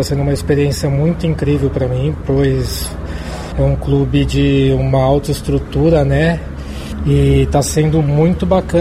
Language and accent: Portuguese; Brazil; born there; Eu sou nascido no Brasil, o italiano da minha família é meu tataravô